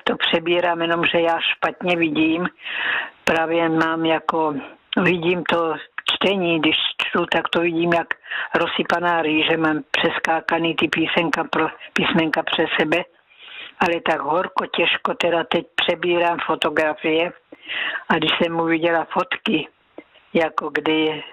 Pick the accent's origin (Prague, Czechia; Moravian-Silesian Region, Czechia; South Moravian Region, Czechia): South Moravian Region, Czechia; Násedlovice; To jsme chodili do kostela, pocházím z Násedlovic a přes pole jsme chodili do Klobouk do Brna, u Brna, tam jsme chodili do kostela.